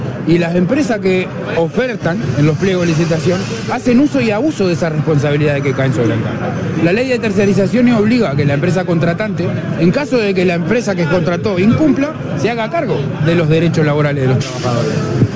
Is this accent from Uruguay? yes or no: yes; Uruguay; somos trabajadores del ente y somos uruguayos.